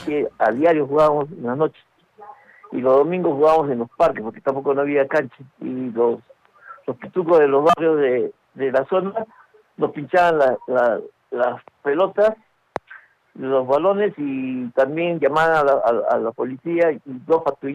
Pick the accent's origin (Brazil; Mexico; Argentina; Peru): Peru; Lima; moved away as an adult; yo soy de Lima, soy de Breña, y se radico acá ya 30 años.